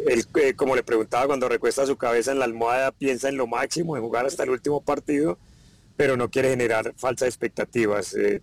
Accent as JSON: {"language": "Spanish", "country": "Colombia"}